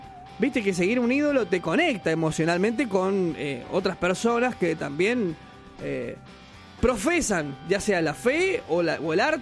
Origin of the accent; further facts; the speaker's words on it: Argentina; somos los argentinos de tener esa clase de pensamientos